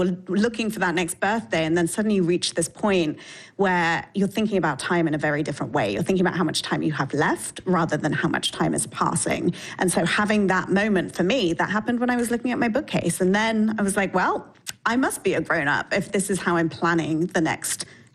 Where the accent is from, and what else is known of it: United Kingdom